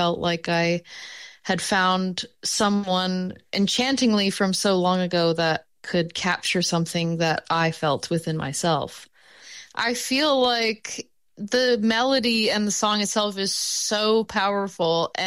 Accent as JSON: {"language": "English", "town": "Perth County", "region": "Ontario", "country": "Canada", "said": "I'm an artist from Perth County, Ontario."}